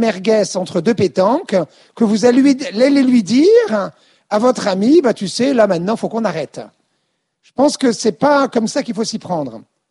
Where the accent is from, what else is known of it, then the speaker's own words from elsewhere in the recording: Quimper, Brittany, France; moi, j'étais en Bretagne quand j'étais enfant, donc à Quimper, Finistère